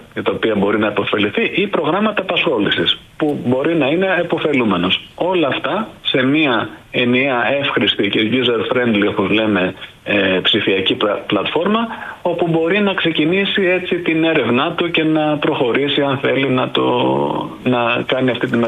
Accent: Sparta, Peloponnese, Greece; δηλαδή εγώ μπορεί να ενδιαφέρομαι κατάγομαι από τη Σπάρτη.

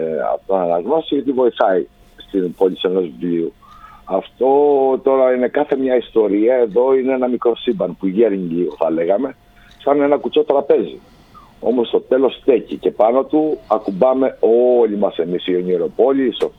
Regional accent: Central Greece, Greece; born there; Είμαι από το Φτιόλτα, έχω γεννηθεί, οπότε είμαστε συντοπίτες, όπως λέγαμε.

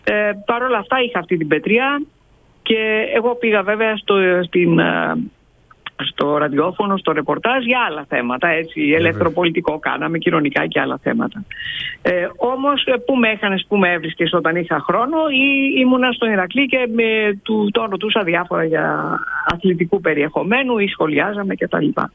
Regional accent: Kavala, Eastern Macedonia and Thrace, Greece; moved away as an adult; now in Athens, Greece; μακριά από τον τόπο μου, από το σπίτι μου στην Αθήνα, κατεβαίνοντας από την Καβάλα.

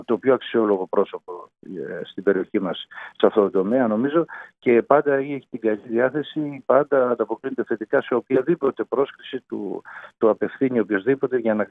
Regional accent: Peloponnese, Greece; έκαψαν τα χωριά μας.

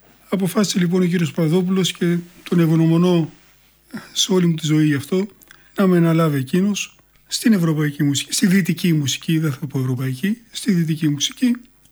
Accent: Athens, Attica, Greece; born there; also born or lived in Syros; Γεννήθηκα στη Σύρο, ήρθαμε στην Αθήνα

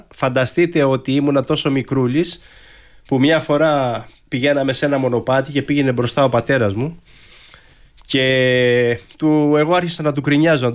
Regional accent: Greece; Ξεκινούσαμε από τον Καλαμιά που είναι το χωριό μου

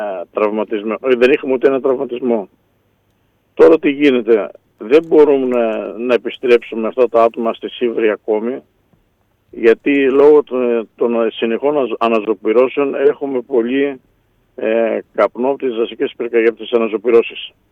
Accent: Greece

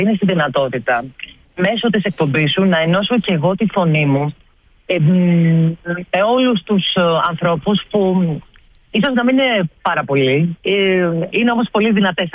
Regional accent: Piraeus, Attica, Greece; born there; also born or lived in Feres, Evros; γεννήθηκα στον Πειραιά.

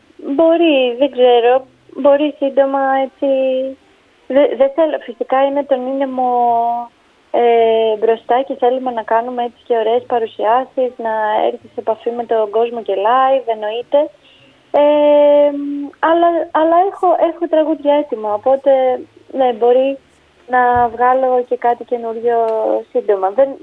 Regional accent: Ano Kastritsi, Western Greece, Greece; Το χωριό μου είναι το Άνω Καστρίτσι, στην Αχαΐα. Mm-hmm. Είναι πολύ κοντά στο Αίγιο.

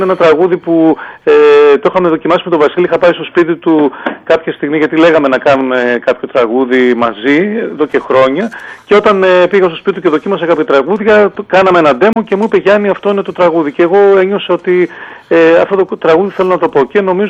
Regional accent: Thessaloniki, Central Macedonia, Greece; moved away as an adult; now in Athens, Greece; είμαι από τη Θεσσαλονίκη, την αγαπώ τη Θεσσαλονίκη

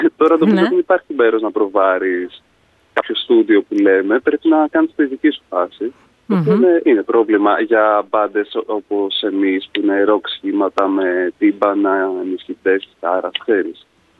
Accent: Lamia, Central Greece, Greece; Οι τρεις που είμαστε από Λαμία που δημιουργήσαμε και την μπάντα γνωριζόμαστε από παλιότερα, από την πόλη που καταγόμαστε.

